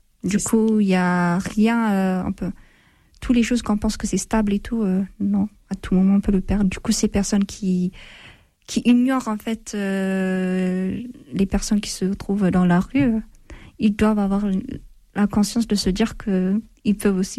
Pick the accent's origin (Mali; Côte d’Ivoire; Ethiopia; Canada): Ethiopia; now in France; j'ai grandi en Éthiopie